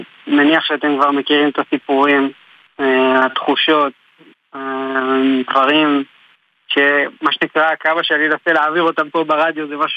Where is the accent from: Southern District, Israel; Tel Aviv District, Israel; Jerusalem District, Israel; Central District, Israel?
Central District, Israel; Kfar Saba; אני האמת כפר סבאי במקור, גם אני וגם אח שלי